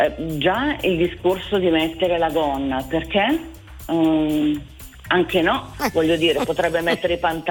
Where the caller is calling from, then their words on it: Rosate, Lombardy, Italy; Sono di Rosate, in provincia di Milano.